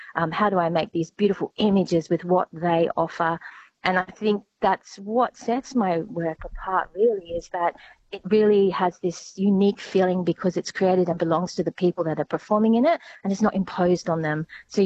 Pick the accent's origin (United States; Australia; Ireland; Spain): Australia; South Hedland, Western Australia; So I grew up in South Hedland. My family moved there to work in the mine when my sister and I were 2 years old.